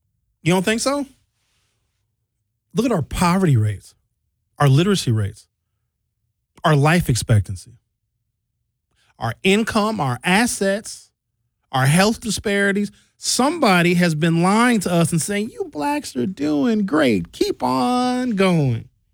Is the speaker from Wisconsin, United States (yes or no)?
yes; Brown Deer, Wisconsin, United States; I grew up in Brown Deer.